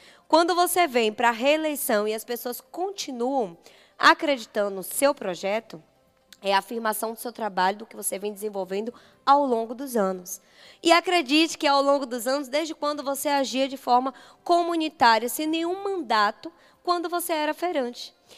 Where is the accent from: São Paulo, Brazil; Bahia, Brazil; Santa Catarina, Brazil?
Bahia, Brazil; Coração de Maria; coração de Maria, minha terra natal